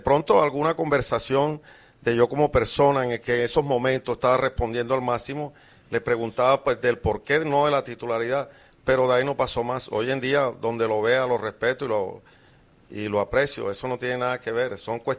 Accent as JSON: {"language": "Spanish", "town": "Barranquilla", "region": "Atlántico", "country": "Colombia", "said": "Por decir, en el lobby del hotel nos veíamos ahí como amigos, como barranquilleros."}